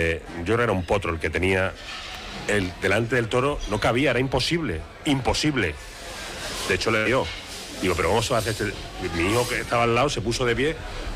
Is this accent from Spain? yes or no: yes; Seville, Andalusia, Spain; Yo soy sevillano.